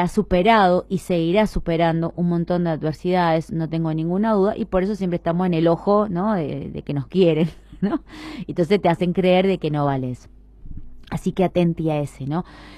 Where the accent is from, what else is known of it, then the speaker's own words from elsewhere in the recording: Argentina; somos todos argentinos